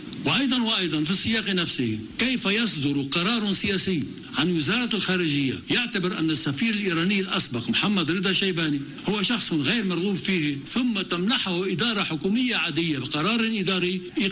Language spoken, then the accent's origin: Arabic; Lebanon; أنا طائفتي هي أمي ولبنان هو أبي، واللبنانيين هم جميعا إخوتي،